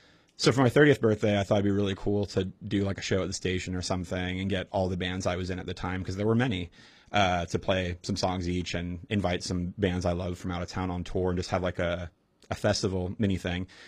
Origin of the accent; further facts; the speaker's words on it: Raleigh, North Carolina, United States; also born or lived in Chapel Hill; now in Durham, United States; I grew up in Raleigh, went to school in Chapel Hill. I live in Durham now.